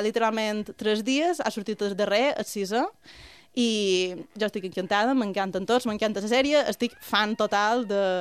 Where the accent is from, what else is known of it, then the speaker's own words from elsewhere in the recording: Marratxí, Balearic Islands, Spain; jo sóc de Marratxista i enamorada